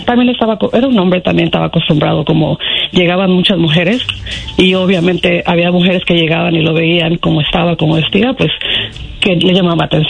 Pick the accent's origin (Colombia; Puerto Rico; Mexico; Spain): Mexico; Y a mí me encantan las carreras de caballo, soy mexicana.